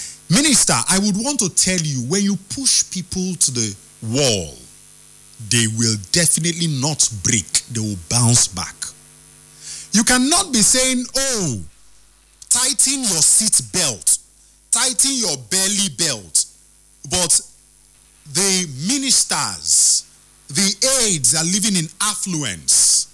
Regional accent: Nigeria; I'm a Nigerian.

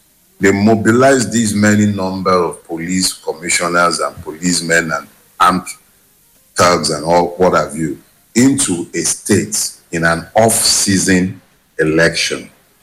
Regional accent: Osun, Nigeria; but it's my home state.

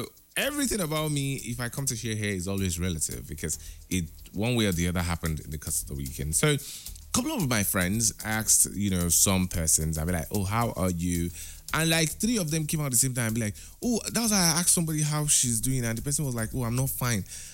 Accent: Nigeria; as a Nigerian

